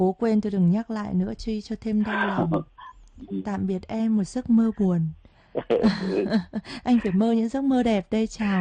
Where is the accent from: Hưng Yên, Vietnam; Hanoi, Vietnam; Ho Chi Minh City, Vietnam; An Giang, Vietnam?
Hưng Yên, Vietnam; Em ở Hưng Yên, quê bác Tô Lâm ạ.